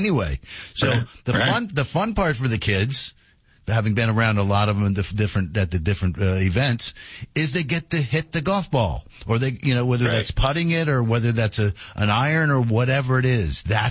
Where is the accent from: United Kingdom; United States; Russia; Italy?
United States; Washington, District of Columbia; My hometown is Washington, D.C., which has, so it's the city of Washington, which is not a state